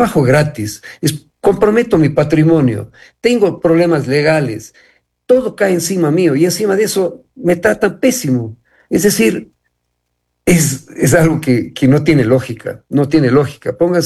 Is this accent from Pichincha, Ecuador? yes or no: no; Cuenca, Azuay, Ecuador; somos cuencanos y vivimos acá